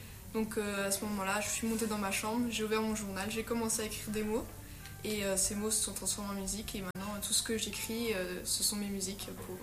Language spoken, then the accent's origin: French; Arlon, Wallonia, Belgium; j'ai 18 ans, je suis originaire d'Arlon